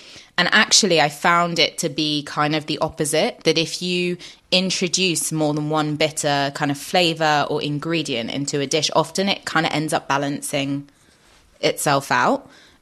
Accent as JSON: {"language": "English", "town": "Paris", "region": "Île-de-France", "country": "France", "tie": "born or raised there", "said": "which is also in the book because I grew up in Paris, is a French chicory and walnut and blue cheese salad."}